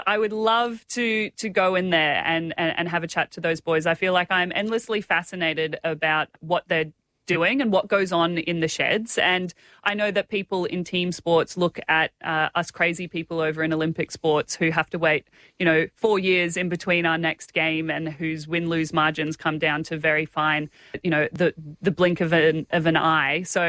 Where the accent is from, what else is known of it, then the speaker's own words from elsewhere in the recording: Queensland, Australia; Absolutely. I'm a Queenslander. It's a great time to be a Queenslander.